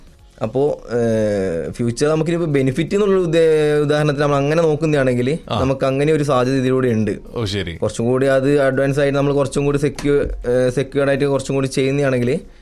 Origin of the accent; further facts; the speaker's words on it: Kannur, Kerala, India; എന്റെ സ്ഥലം വരുന്നത് കണ്ണൂരാണ്.